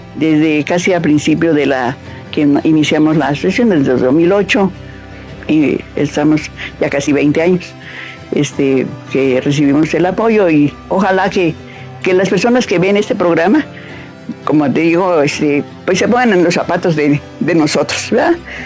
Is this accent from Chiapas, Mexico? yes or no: yes; San Cristóbal de las Casas, Chiapas, Mexico; moved away as an adult; also born or lived in Mexico City; Vivíamos en la Ciudad de México. Cuando ya ella tenía 10 años, nos regresamos a San Cristóbal. Nosotros somos de aquí de Chiapas. Nos venimos a ubicar a San Cristóbal.